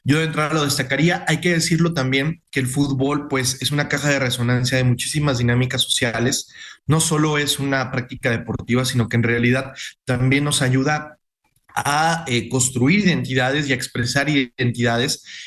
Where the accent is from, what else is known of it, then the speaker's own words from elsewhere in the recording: Mexico; nosotros como comunidad, como mexicanos.